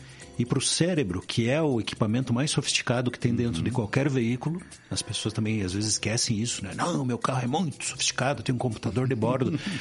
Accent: Rio Grande do Sul, Brazil; moved away; Eu estou no 6.0, um vínculo muito forte com Rádio AM. E sou natural do Rio Grande do Sul, onde o rádio tem uma força cultural muito significativa, né?

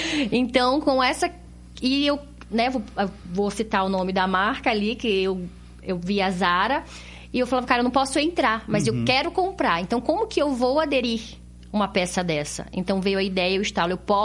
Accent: Belém, Pará, Brazil; now in Curitiba, Brazil; Eu sou de Belém do Pará.

